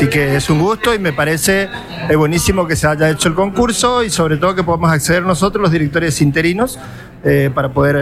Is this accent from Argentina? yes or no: yes; Chaco, Argentina; Nos conocemos con los colegas, somos de la zona